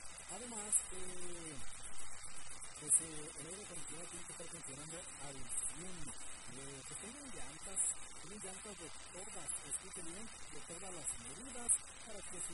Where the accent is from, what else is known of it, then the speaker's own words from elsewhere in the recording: Mexico; Y yo lo que soy la única mexicana, que podría pedir mi 10% de descuento.